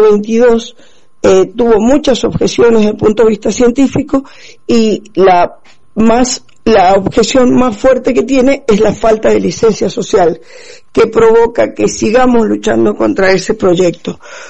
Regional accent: Mendoza, Argentina; de Mendoza y quería contarles algunas novedades desde nuestro lugar.

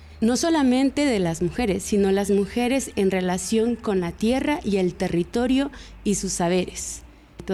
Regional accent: Oaxaca, Mexico; vengo de la Mixteca Baja, del estado de Oaxaca.

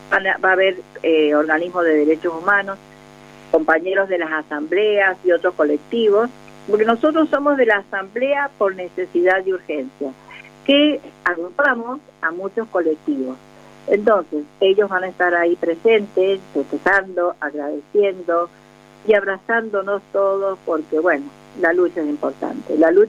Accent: Argentina; como argentinos y como todos los habitantes de este suelo argentino

